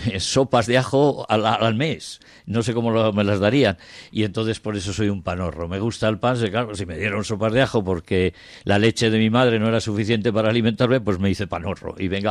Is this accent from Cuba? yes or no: no; Burgos, Castile and León, Spain; yo nazco en un barrio de Burgos, además en aquel entonces se nacía en casa, en Burgos también